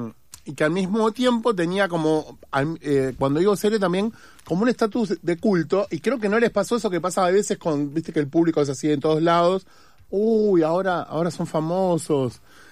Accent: Uruguay; moved away; soy de la República Oriental del Uruguay

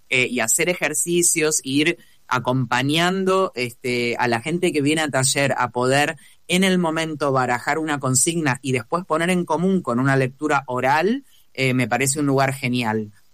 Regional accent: Buenos Aires Province, Argentina; now in Buenos Aires, Argentina; yo también me crié en una zona más alejada de la capital y no había tantas opciones. Ahora, bueno, está lo virtual, pero poder un poco devolver, yo nací en esa zona

